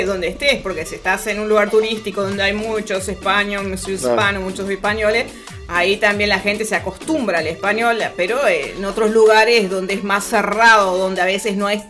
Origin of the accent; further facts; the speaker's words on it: Uruguay; Hemos pasado tantas cosas los uruguayos.